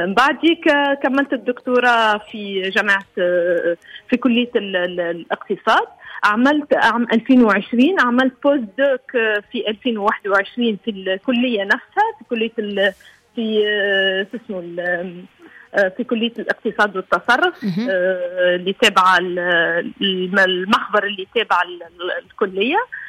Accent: Sahline, Monastir Governorate, Tunisia; born there; also born or lived in Kairouan / Ouardanine; عشت سنوات طفولتي غادي، ومن بعدي انتقلنا للمسير وعشت في الوردانين، وبعد طوي استقرار تقريبا أكثر من 20 سنة في الساحلين بالضبط، و طول للطو معناتها نعيش فيها. وقريت في كما قلت لك القروين الوردانيين والساحلين، تخرجت من ليسي الساحلين

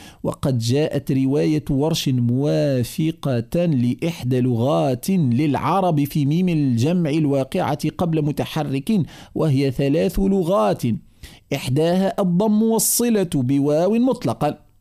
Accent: Tunisia; عندنا في تونس

